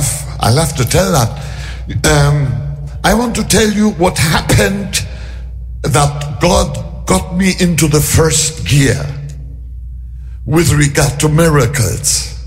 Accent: Hamburg, Germany; moved away; also born or lived in Frankfurt; Yes, I grew up in Hamburg, and later on I lived in Frankfurt, but I'm neither a hamburger nor a Frankfurter.

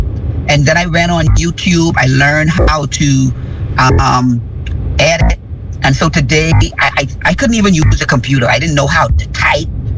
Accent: Bahamas; born there; I was born in the Bahamas, but my parents are from Jamaica.

